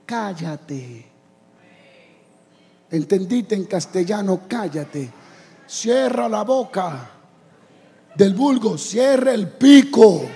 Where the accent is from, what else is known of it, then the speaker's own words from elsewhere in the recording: Dominican Republic; Yo soy dominicano.